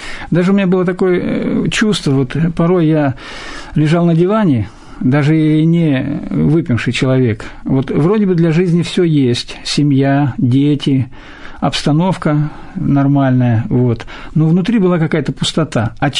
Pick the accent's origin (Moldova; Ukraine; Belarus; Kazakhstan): Kazakhstan; born there; also born or lived in Insar, Mordovia, Russia; Я родился в городе Инсар, Мордовской ССР. Вот. Шестимесячного ребенка меня увезли вместе с семьей в Казахстан.